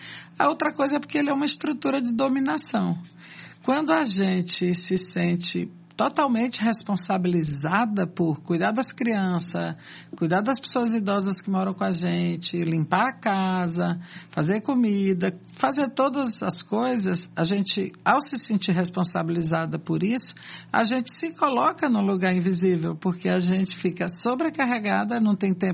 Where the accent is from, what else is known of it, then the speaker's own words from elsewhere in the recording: São Luís, Maranhão, Brazil; also born or lived in São Paulo; now in Recife, Brazil; Eu sou de São Luís do Maranhão. Não sou aqui de Recife, mas já estou adotada, né? Vim para passar uma chuva e virei aqui recifense. E antes também morei em São Paulo um tempo.